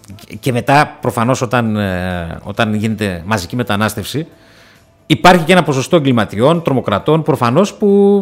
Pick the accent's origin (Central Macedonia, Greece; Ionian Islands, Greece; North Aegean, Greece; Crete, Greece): Central Macedonia, Greece; Thessaloniki; born there; Γεννήθηκα στη Θεσσαλονίκη.